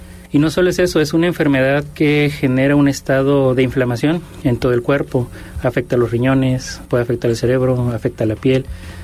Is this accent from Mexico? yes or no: yes; Mexico; Como personas mexicanas que somos, pues somos una mezcolanza de diferentes lugares del mundo.